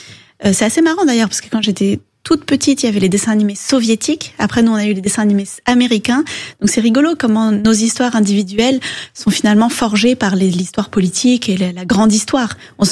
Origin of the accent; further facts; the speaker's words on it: North Vietnam, Vietnam; moved away; also born or lived in United States; moi, je venais du Nord Vietnam, ma famille était du Nord